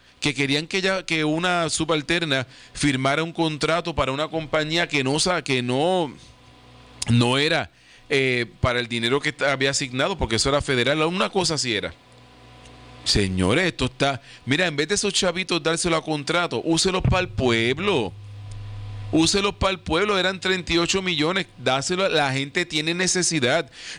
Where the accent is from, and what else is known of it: Puerto Rico